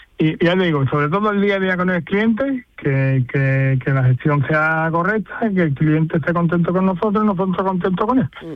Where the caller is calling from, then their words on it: Málaga, Andalusia, Spain; Nosotros estamos en Málaga